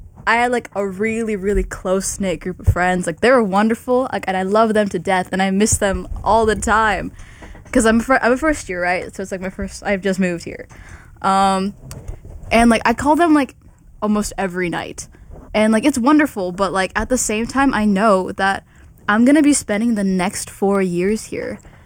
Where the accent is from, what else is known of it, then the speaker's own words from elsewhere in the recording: San Francisco, California, United States; moved away as an adult; now in Los Angeles, United States; I'm from San Francisco, at least the Bay Area around there.